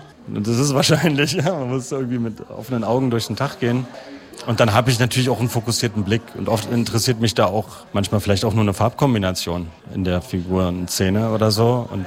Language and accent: German; Berlin, Germany; moved away as an adult; now in Halle, Germany; also ich komme eigentlich aus Berlin und kam zum Studium eben nach Halle an die Burg und jetzt bin ich hier.